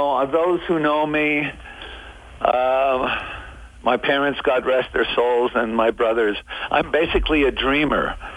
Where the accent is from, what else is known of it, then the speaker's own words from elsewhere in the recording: Montreal, Quebec, Canada; moved away; also born or lived in New York; where I grew up in Montreal